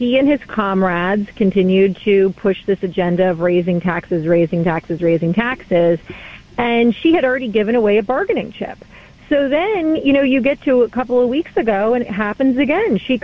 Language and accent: English; Albany, New York, United States; I grew up in Albany because my father is a lobbyist up there. So I spent my formative years in that cesspool.